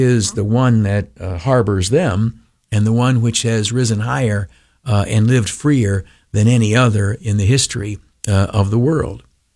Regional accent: United States

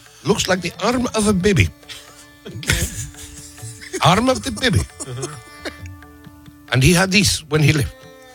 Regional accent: Iran; but I am not Indian. I am not Bangkokian. Okay, I am Iranian.

